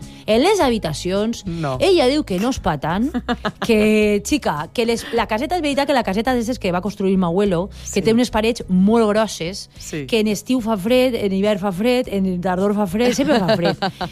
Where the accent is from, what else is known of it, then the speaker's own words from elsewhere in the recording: Ontinyent, Valencian Community, Spain; now in Valencia, Spain; Ontinyent, que és el meu poble, i és des d'on estic fent la secció avui.